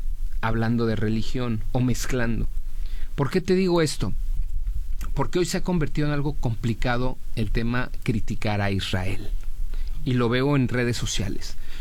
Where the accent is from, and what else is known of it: Mexico